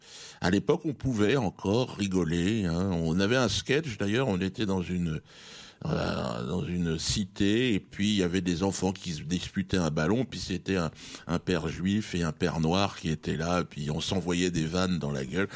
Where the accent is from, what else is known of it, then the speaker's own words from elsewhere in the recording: Cameroon; moi j'ai grandi en tant que Camerounais